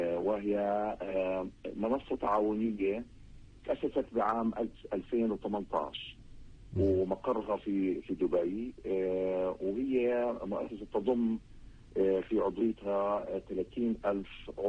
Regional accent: Palestine; عندنا في فلسطين

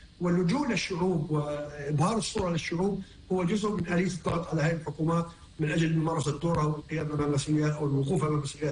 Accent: Palestine; اللي احنا بنعيشه كفلسطينيين تحت الاحتلال

